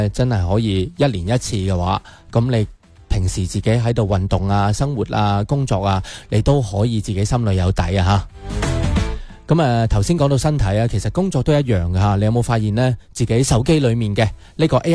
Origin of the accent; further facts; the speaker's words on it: Guangdong, China; 幽门螺杆菌啊，我哋广东人聚餐多，食宵夜食得多，这个感染率真系唔低嘅